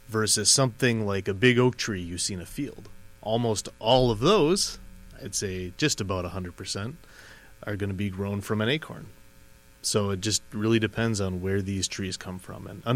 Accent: De Pere, Wisconsin, United States; also born or lived in Stevens Point, Wisconsin; now in Menomonee Falls, United States; I was raised in De Pere, Wisconsin, went to school in Stevens Point for forestry.

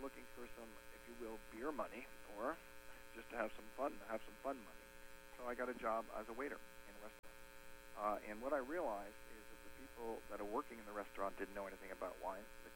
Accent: New York, United States; I am an American, and I grew up outside of New York City

